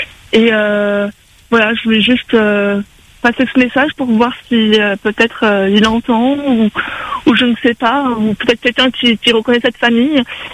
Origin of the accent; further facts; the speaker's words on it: Sainte-Marie, Réunion, France; je suis née à la Réunion. J'ai vécu à Sainte-Marie. Et j'étais dans la grande montée, dans la rue des Remparts. Et on allait à l'école ensemble, à l'école des Bassins.